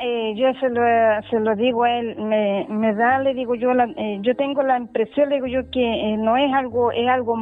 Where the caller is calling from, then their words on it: Curacaví, Santiago Metropolitan Region, Chile; Sí, pues de acá, de Curacaví.